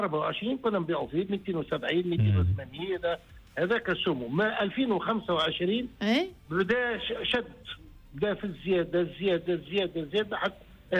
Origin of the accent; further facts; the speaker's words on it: Tunisia; احنا راهو الذهب عندنا في تونس بالنسبة للخارج معناتها يتسمى متميز